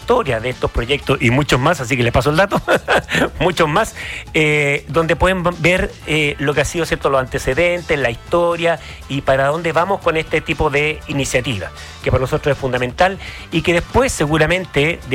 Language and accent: Spanish; Valparaíso, Chile; Yo soy porteño